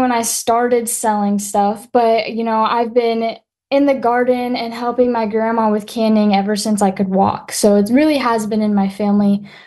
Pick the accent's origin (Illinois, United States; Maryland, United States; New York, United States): Illinois, United States; I am from Monroe County in Illinois, which is just about 40 minutes away from St. Louis. And it's pretty much a very rural community that also has that urban side since we are so close to the city.